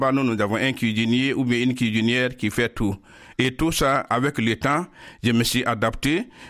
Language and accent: French; Mali; Parce que chez nous, au Mali, les prêtres vivent en communauté.